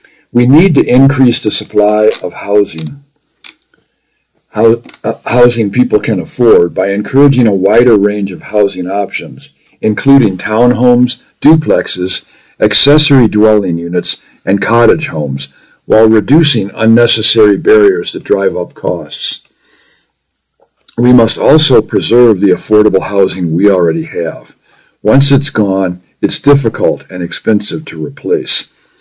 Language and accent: English; Flagstaff, Arizona, United States; I grew up in Flagstaff, and I know how difficult it has become to stay in the community we love.